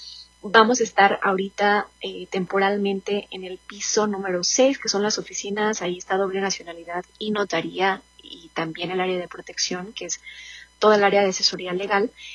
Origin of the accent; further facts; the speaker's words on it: Mexico; now in Denver, United States; digno para nosotros como mexicanos